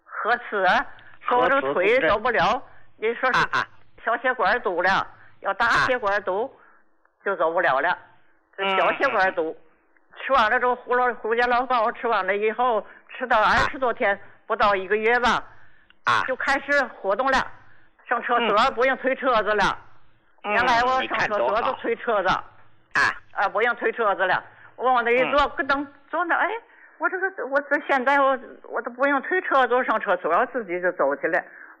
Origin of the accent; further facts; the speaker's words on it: Qinhuangdao, Hebei, China; 我秦皇岛的患者，我今年86了。